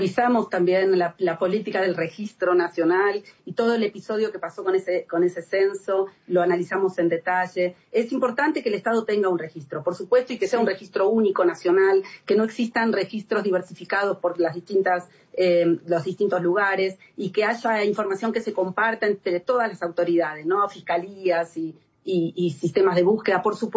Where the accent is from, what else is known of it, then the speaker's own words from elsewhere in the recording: Argentina; Vengo de Argentina y saben toda la discusión que hay sobre si son 30.000 o no son 30.000.